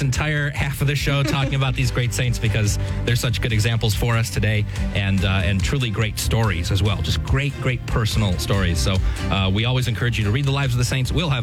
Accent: United States; I'm the one who can make that admission as a full-blooded American here.

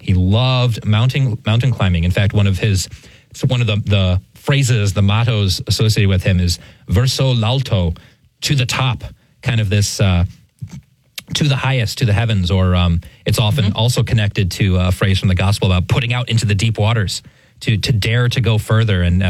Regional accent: United States

